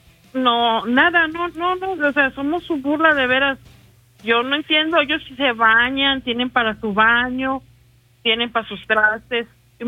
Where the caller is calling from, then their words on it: Mexico; Del barrio de San Marcos. De hecho, nosotros vivimos a espaldas del templo de San Marcos.